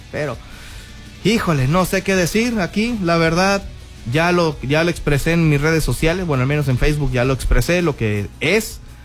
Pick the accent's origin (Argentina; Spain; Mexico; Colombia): Mexico